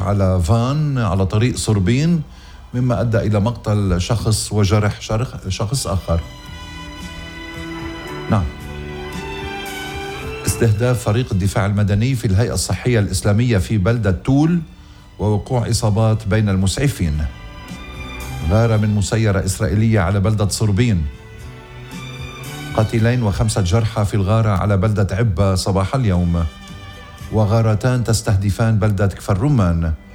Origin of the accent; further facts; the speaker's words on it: Lebanon; يا بلدنا لبنان